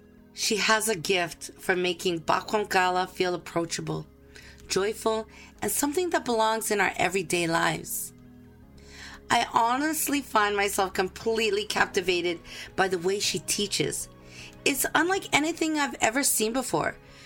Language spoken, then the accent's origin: English; British Columbia, Canada; from Gwasala, Anishka, Kosalish, and Cree. Language in my own family is something I've thought a lot about over the years. If I'm being honest, Kwakwala in our home is pretty limited.